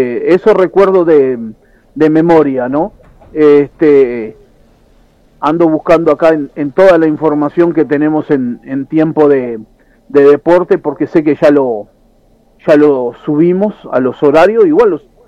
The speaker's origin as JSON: {"language": "Spanish", "country": "Uruguay", "said": "Y vio cómo somos los uruguayos."}